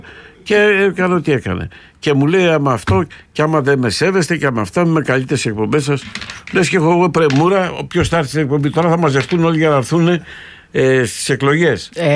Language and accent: Greek; Thessaloniki, Central Macedonia, Greece; Εσύ θα πας στη Θεσσαλονίκη. Εγώ είμαι από τη Θεσσαλονίκη.